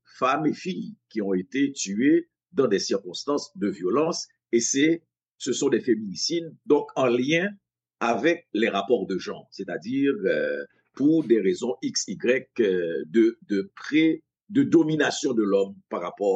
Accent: Montreal, Quebec, Canada; je suis un Montréalais, je ne suis pas Québécois, je ne suis pas Canadien, je suis un Montréalais.

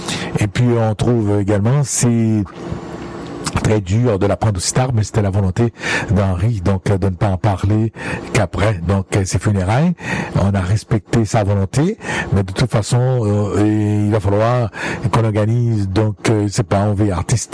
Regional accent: Haiti; Nous sommes des professionnels, surtout moi, je viens donc d'Haïti, c'est ce que je faisais pour gagner ma vie.

